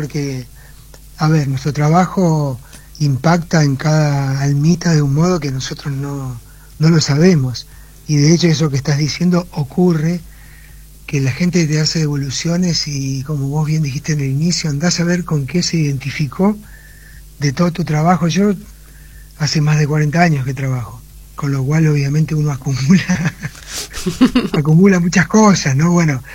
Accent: Argentina; somos argentinos

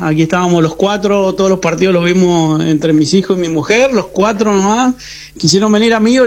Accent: Mendoza, Argentina; moved away

